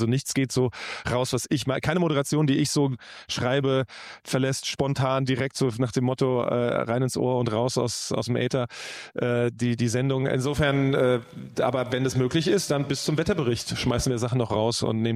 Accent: Italy; German is a second language; da konnte ich einen Film über mein Heimatland Italien auch machen und verschiedene Projekte.

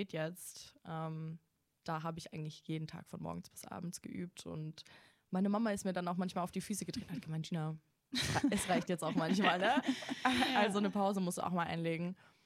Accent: Mannheim, Baden-Württemberg, Germany; moved away as an adult; now in Stuttgart, Germany; ich komme ja ursprünglich aus Mannheim, wohne jetzt aber auch seit November hier in Stuttgart.

